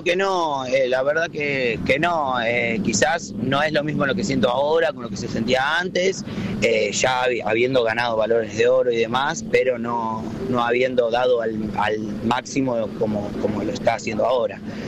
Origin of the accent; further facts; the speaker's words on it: Lomas de Zamora, Buenos Aires Province, Argentina; De Loma de Zamora, de Buenos Aires.